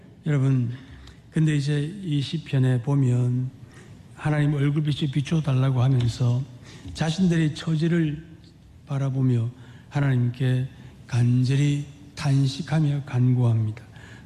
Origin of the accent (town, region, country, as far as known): South Korea